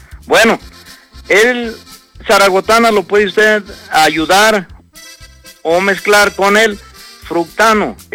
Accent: Mexico; uno como mexicano es muy malicioso

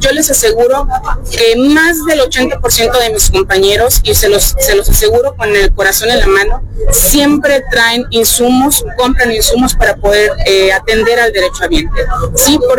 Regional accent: Mexico; como población, como mexicanos

